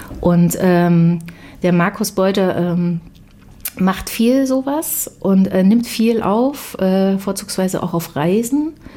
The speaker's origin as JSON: {"language": "German", "town": "Weimar", "region": "Thuringia", "country": "Germany", "said": "Ich komme ja aus Weimar, da ist das schon bekannt, einfach auch durch die Uni."}